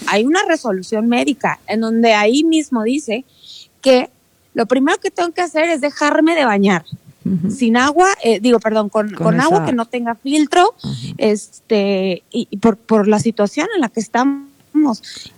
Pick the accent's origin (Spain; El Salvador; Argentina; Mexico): Mexico; lo ignoré como buena mexicana.